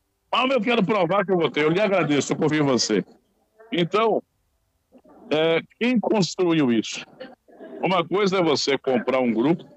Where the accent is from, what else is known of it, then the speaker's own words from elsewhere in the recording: Bahia, Brazil; eu sou daqui, eu luto por esse povo, eu estou no dia a dia desse povo